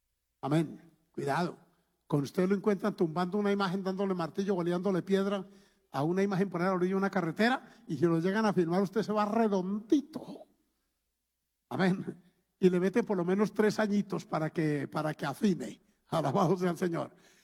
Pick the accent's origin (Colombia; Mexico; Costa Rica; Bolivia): Colombia; Antioquia; yo soy de origen paisa y en Antioquia se usa mucho el mi Diosito bendito.